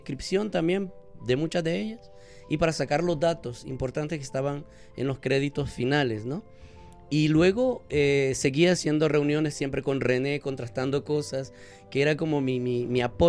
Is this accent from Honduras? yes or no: yes; Honduras